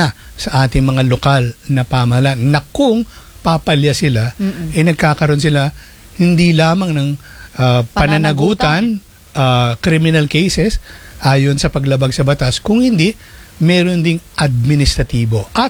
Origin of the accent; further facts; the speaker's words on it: Marikina, Metro Manila, Philippines; Taga-Marikina